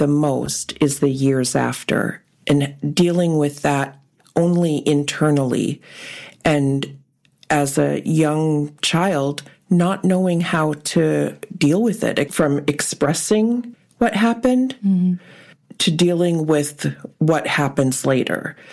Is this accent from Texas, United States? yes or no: no; Kwethluk, Alaska, United States; born there; English is a second language; also born or lived in Tuntutuliak / Platinum / Bethel; now in Anchorage, United States; So I grew up in Queeslook, Tuntun, Platinum. My dad was a principal teacher and a pilot. But so I've spent a lot of time all over the Delta.